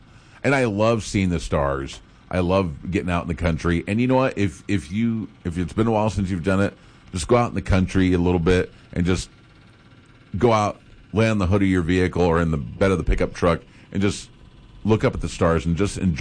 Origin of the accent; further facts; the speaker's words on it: Grand Island, United States; I grew up in Grand Island. But I love that small town vibe.